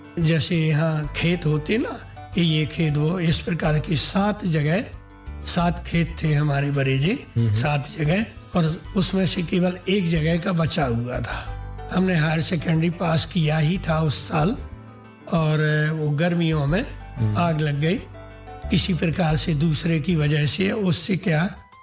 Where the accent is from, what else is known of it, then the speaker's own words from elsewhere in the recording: Madhya Pradesh, India; हमारे गाँव में केवल 8वीं क्लास तक स्कूल है, अब तो बन गया है, ग्रेजुएशन हो गया जी। तो हम करीब 10 किलोमीटर दूर है, हमारा बिजावर तहसील पड़ता है